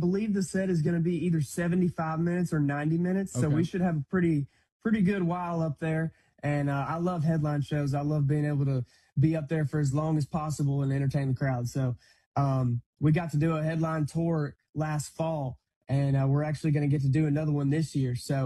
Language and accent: English; Birmingham, Alabama, United States; moved away as an adult; now in Nashville, United States; I am from Birmingham, obviously, Birmingham, Alabama, and I moved up to Nashville full-time less than a year ago now.